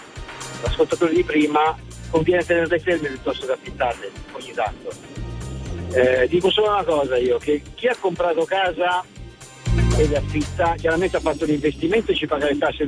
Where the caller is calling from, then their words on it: Orvieto, Umbria, Italy; da Orvieto